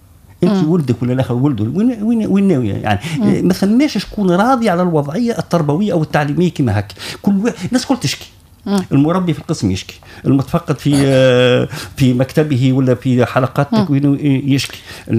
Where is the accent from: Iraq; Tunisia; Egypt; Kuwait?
Tunisia; أنا كمواطن تونسي